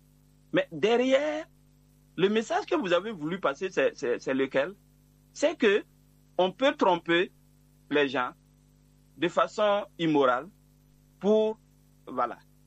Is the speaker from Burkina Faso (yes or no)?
yes; Burkina Faso